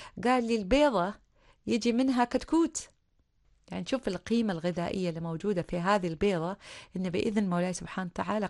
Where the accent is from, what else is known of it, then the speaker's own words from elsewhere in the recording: Oman; احنا تو عمانيين